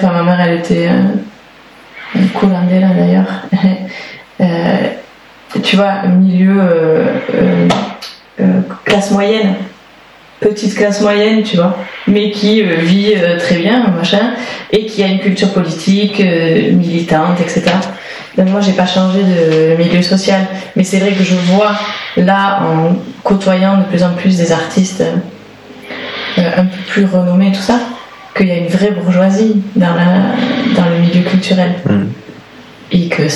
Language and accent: French; France; je suis française. Tu vois, je suis blanche